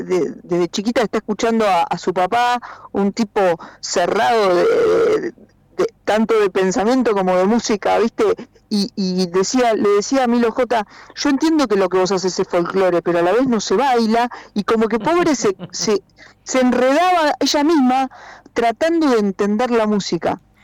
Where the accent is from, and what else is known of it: Argentina